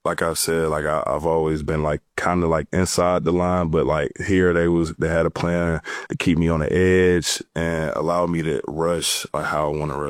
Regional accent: Birmingham, Alabama, United States; also born or lived in Hoover; No, I'm from Birmingham originally, but I moved to Hoover.

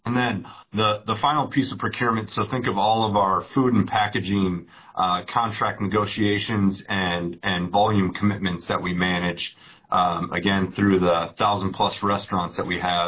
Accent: Minnesota, United States; moved away as an adult; also born or lived in Tampa; Born and raised in Minnesota

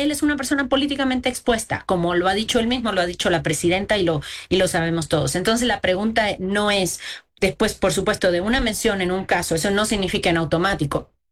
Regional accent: Cuba; yo soy cubana, y obtener una visa... para México, siendo cubana, es muy difícil.

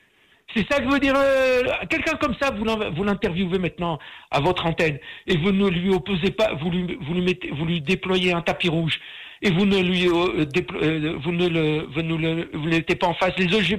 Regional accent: Tlemcen, Tlemcen Province, Algeria; born there; moi je suis né à Tlemcen, je fais partie de la dernière génération de jeunes juifs qui sont nés à Tlemcen.

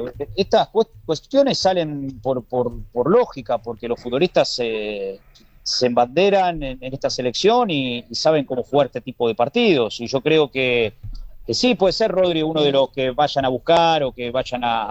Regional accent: Argentina; Y nosotros somos Argentina, nosotros somos el campeón del mundo

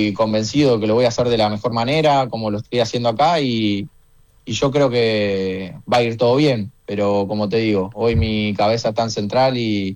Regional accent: Rosario, Santa Fe, Argentina; also born or lived in Gualeguaychú, Entre Ríos; soy más rosarino que entrerriano, es la realidad.

